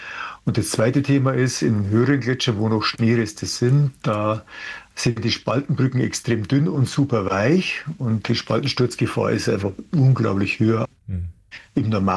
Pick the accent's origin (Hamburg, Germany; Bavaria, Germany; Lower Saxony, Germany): Bavaria, Germany; Und in den Voralpen, so in meiner Heimat, Berchtesgadener Berge, da wird momentan schon das Wasser mit Hubschraubern auf die Hütten geflogen